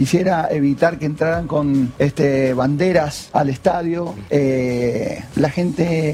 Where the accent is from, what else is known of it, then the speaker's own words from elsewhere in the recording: Argentina; Eso es algo que los argentinos lo tenemos grabado en el corazón